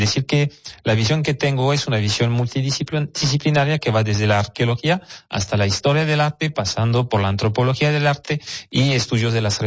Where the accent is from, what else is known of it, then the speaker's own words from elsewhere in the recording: Monterrey, Nuevo León, Mexico; para forjar un poquito mejor nuestra identidad como regios y personas del noreste de México